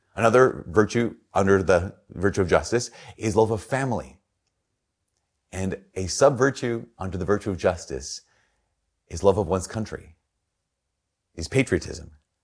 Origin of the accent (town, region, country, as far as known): United States